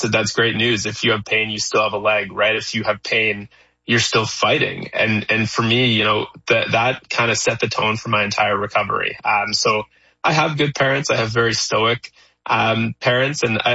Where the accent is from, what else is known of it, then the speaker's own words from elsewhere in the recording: Kanata, Ontario, Canada; I'm born and raised in Kanata.